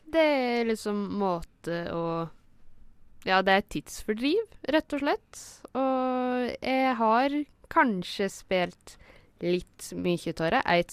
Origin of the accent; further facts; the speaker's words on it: Gol, Buskerud, Norway; moved away as an adult; now in Oslo, Norway; som det nettopp er sagt. Jeg kommer fra en bitte liten plass som heter Gol i Hallingdal. Jeg er her nå, i Oslo